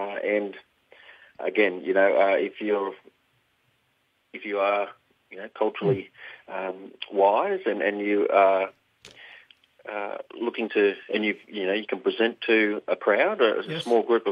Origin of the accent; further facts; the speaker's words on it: New South Wales, Australia; I'm a proud Warramai and Bundjalung man. I'm born and bred on Biripi country in Mid-North Coast, New South Wales.